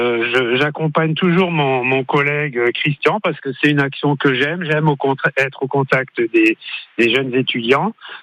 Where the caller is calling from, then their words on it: Metz, Grand Est, France; Je suis de Metz, j'habite à Voipy